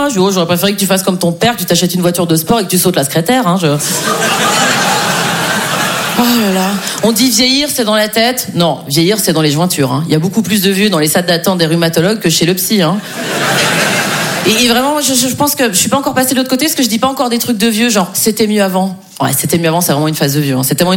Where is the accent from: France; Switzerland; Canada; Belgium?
Switzerland; mais pour moi, c'est un effort énorme de dire 90, parce que je suis suisse.